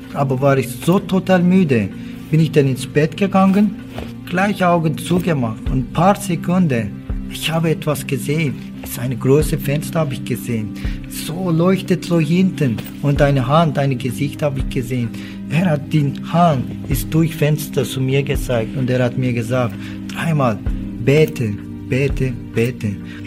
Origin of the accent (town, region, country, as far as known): Turkey; born or raised there